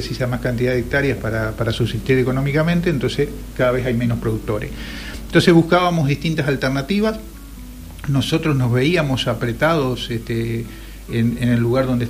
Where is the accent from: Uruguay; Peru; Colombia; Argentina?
Uruguay; Colonia; Todos los que somos de Colonia